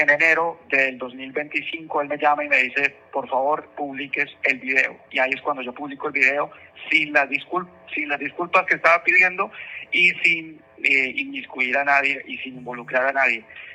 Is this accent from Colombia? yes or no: yes; Colombia; moved away as an adult; now in United States; Yo soy asilado político en Colombia, soy colombiano